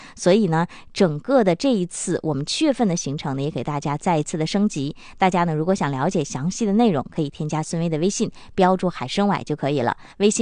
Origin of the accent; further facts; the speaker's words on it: Northeast China, China; 我们东北人非常喜欢的这个海景啊。